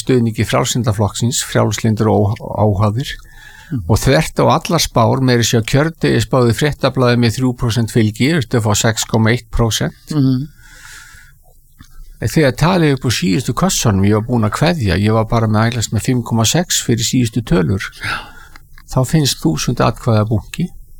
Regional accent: Reykjavík, Capital Region, Iceland; Ég alinn upp í Skaftahlíðinni sem mitt á milli þessa gamla framvallar og valsvallarins undir ösku hlíðinni.

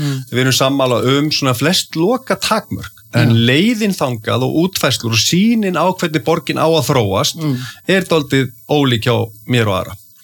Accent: Reykjavík, Capital Region, Iceland; Ég er alinn upp í Breiðholtinu. Í hólunum í Breiðholti

